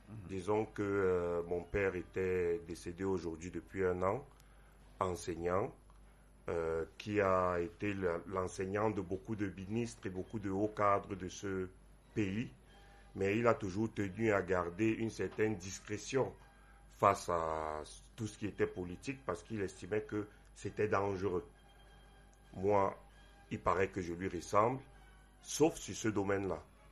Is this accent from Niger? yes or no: no; Yaoundé, Centre, Cameroon; now in France; je suis artiste que tout le monde connaît au Cameroun … que je suis né à Yaoundé 2, dans le quartier Madagascar.